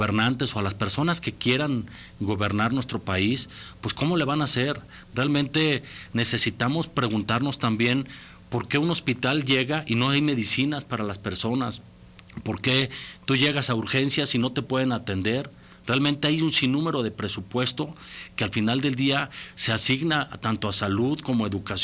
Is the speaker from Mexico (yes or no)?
yes; Mexico; como ciudadanos, como mexicanos